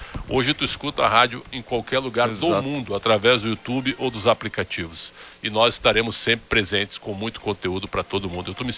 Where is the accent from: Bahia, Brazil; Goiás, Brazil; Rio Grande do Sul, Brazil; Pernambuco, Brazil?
Rio Grande do Sul, Brazil; Porto Alegre; Eu sou gaúcho, mas eu torço pra pessoas como o Cristiano